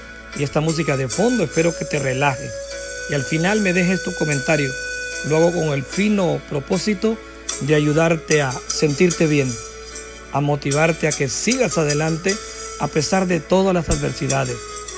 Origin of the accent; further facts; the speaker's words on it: Comayagua, Honduras; nosotros, pues actualmente, somos ex capital de Honduras. Comayagua actualmente tiene un pujante desarrollo. Tenemos 36 manzanas de casco histórico.